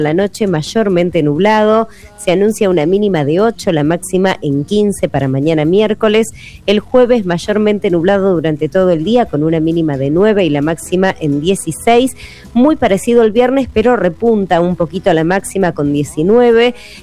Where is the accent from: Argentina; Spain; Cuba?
Argentina; así somos los argentinos